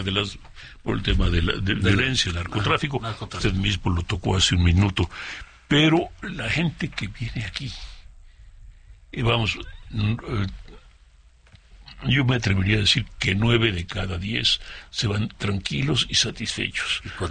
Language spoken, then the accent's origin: Spanish; Mexico; a los mexicanos nos gusta la diversión, nos gusta la fiesta, nos gusta pasarlo bien